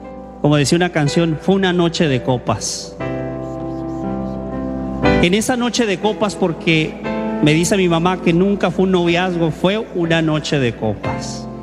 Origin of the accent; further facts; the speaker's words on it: Tijuana, Baja California, Mexico; born there; Mi mamá se vino para acá, para el norte. Obviamente yo nací en Tijuana.